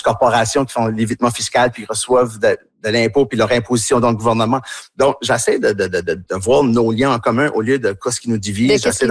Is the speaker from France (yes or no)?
no; New Brunswick, Canada; accent: Tracadie; je parle avec mon accent tracadie un peu plus